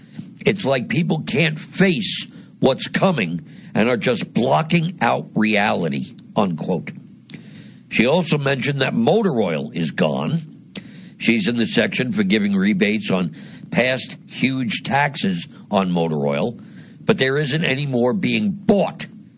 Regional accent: New Jersey, United States; born there; my home state of New Jersey

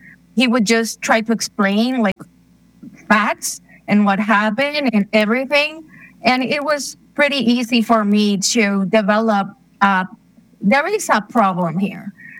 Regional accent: Arecibo, Puerto Rico; I am from Arecibo, Puerto Rico. Arecibo is a town in the north of the island. And my whole family, I've done a bit of research. I come from a family that comes from the mountains of Arecibo, very poor lineage.

